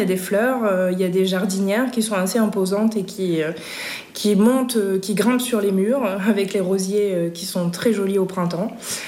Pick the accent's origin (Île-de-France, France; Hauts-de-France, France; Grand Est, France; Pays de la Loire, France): Hauts-de-France, France; moved away as an adult; now in Côte d'Azur, France; Je suis ch'ti, je viens du Nord. Je suis une, entre guillemets, aluinoise, donc je viens au-dessus de Lille, presque à la frontière belge.